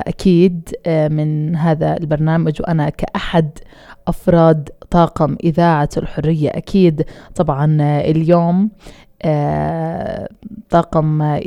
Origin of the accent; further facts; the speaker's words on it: Palestine; إحنا كشعب فلسطيني